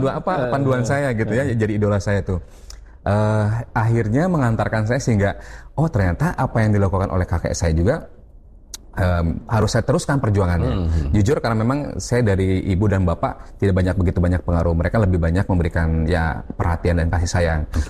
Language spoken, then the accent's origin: Indonesian; Kuningan, West Java, Indonesia; Camat di desa saya di Kalimanggis itu minta saya untuk mewakili kecamatan di ajang Pasanggiri, Mojang dan Jajaka Kuningan. 2008. Itu pasca saya baru saja lulus S1. Artinya memang waktu itu memang saya masih sekitar 22-23